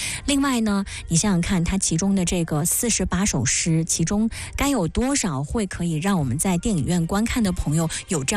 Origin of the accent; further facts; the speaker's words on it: China; 我们中国人的风骨和节气也是会一直存在的。